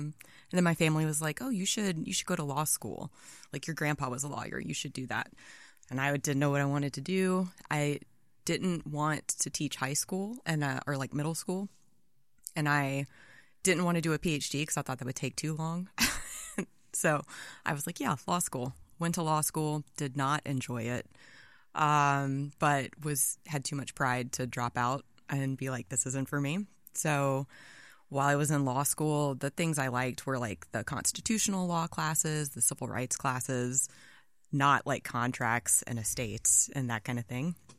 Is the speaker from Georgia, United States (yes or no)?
yes; Athens, Georgia, United States; I'm from Athens, Georgia.